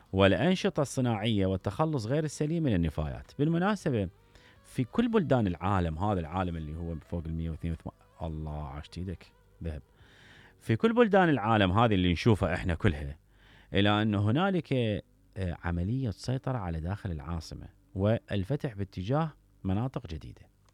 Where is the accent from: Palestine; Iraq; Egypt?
Iraq; Southern Iraq; انا بجنوب العراق